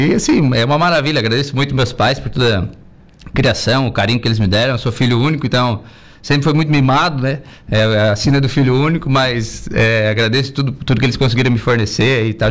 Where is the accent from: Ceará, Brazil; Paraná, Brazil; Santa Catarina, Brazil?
Santa Catarina, Brazil; Araranguá; also born or lived in Turvo, Santa Catarina / Florianópolis; Me criei lá no Arroio. Nasci no Turvo, mas me criei lá no Arroio, né? Então vivia toda a minha juventude aqui em Araranguá, até os 17 anos, né?